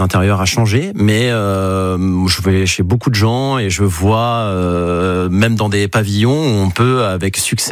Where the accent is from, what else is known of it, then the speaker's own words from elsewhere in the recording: Beaumont-sur-Sarthe, Pays de la Loire, France; moved away; also born or lived in Le Mans / Piacé; je suis né au Mans et je suis originaire de Beaumont-sur-Sarthe, justement là où se trouveront les portes ouvertes. J'ai grandi entre Beaumont-sur-Sarthe et Piacé, où mon père avait un magasin d'antiquités.